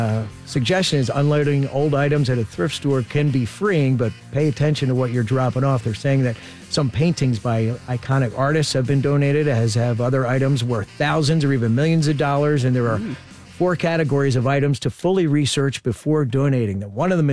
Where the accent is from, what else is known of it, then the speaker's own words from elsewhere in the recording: United States; the house I grew up in on Bryn Mawr Avenue here in Ballard-Kinwood, my parents' basement